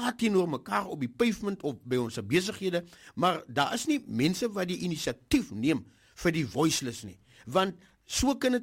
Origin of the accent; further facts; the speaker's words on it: George, Western Cape, South Africa; Want luister as ek in George ingaan. Ek is self van George. En my ouers is in George.